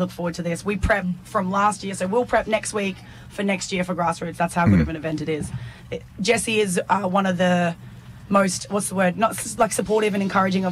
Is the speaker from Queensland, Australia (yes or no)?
yes; Logan Village, Queensland, Australia; Yes, Queensland born and bred, much to my dad's dismay. He's a New South Welshman, but grew up in the Logan Village area, but we are moving to Cornubia soon.